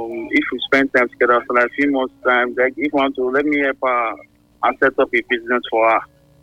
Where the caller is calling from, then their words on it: Mopa, Kogi, Nigeria; from Mopa.